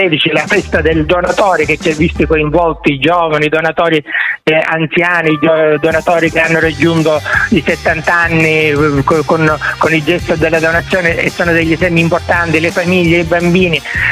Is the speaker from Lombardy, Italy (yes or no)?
no; Sicily, Italy; No, è vero, sì, non è proprio delle nostre parti del catanese, del palermitano, no?